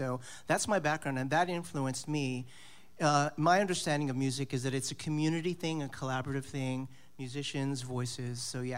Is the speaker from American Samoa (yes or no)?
yes; American Samoa; also born or lived in Philippines; now in Tennessee, United States; Well, I grew up on an island called American Samoa. I'm originally from the Philippines, yeah. And when I was three, my parents just moved to the South Pacific.